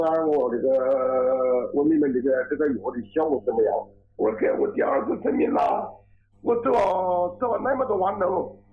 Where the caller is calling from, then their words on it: Xiaogan, Hubei, China; 我是香港三岔的。